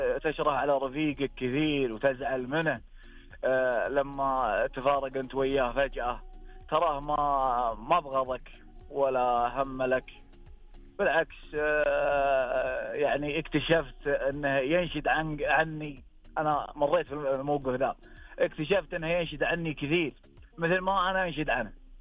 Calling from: As Sulayyil, Riyadh Province, Saudi Arabia; والله اكلمكم من السليل، طالع من السليل وراح ينصب الرياض

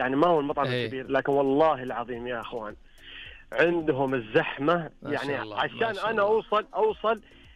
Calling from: Jazan, Jazan Province, Saudi Arabia; أنا من جازان

